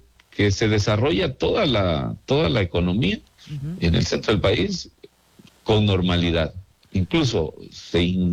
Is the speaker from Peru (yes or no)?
no; Mexico; ni con la credencial nosotros que somos de Chiapas, de Michoacán, de Guerrero, ¿no?